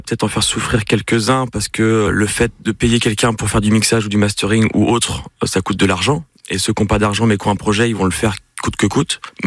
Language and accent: French; Parthenay, Nouvelle-Aquitaine, France; now in Poitiers, France; En fait j'ai grandi à Parthenay, je suis venu ici pour les études et je suis resté ici